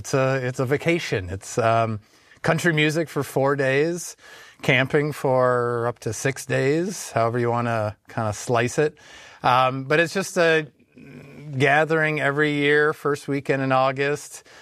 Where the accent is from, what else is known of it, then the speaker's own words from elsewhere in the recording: Minnetonka, Minnesota, United States; moved away as an adult; also born or lived in Vermont / New York / California; I grew up in Minnetonka, Minnesota, until I was 18. Moved away for college, lived in the Northeast between Vermont and New York for 7 years, and then out in California for another 9 or 10 years